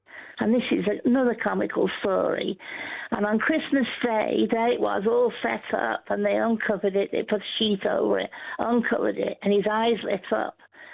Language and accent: English; Northwich, North West England, United Kingdom; moved away; I returned home to my hometown, Northwich in Cheshire